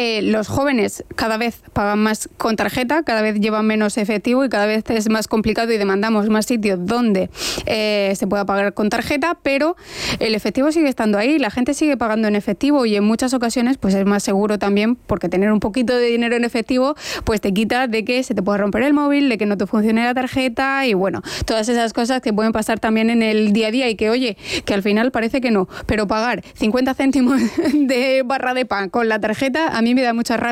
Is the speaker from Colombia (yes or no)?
no; Region of Murcia, Spain; somos los propios murcianos los que no descubrimos nuestra región.